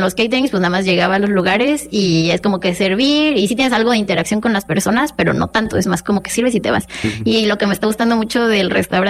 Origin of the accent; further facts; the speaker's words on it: Mexico City, Mexico; now in Monterrey, Mexico; Pues mira, vengo de la Ciudad de México.